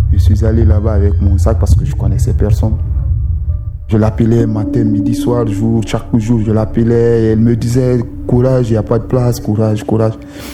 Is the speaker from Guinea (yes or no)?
yes; Conakry, Guinea; Je suis guinéen d'origine, guinéen de Conakry.